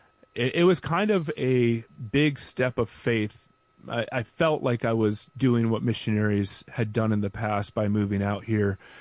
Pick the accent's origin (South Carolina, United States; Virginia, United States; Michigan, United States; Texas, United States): South Carolina, United States; because where I grew up in South Carolina, when we talked about diversity, it was just primarily, you know, Caucasian and Black, and that was it.